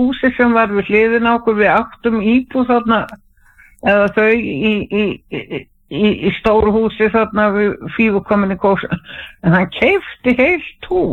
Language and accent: Icelandic; Kópavogur, Capital Region, Iceland; Og ég man að þegar ég var svona krakki, ég var alveg upp í Kópavoginum